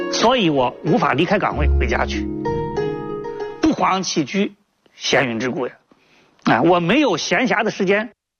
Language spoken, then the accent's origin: Chinese; China